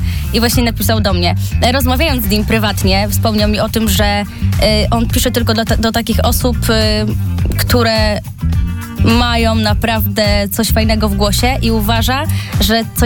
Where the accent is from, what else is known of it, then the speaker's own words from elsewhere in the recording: Konin County, Greater Poland Voivodeship, Poland; Pochodzę z powiatu konińskiego